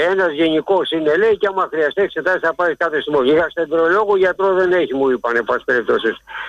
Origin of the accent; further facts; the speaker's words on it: Lefkada, Ionian Islands, Greece; moved away; Είμαστε και πατριώτες. Από Λευκάδα.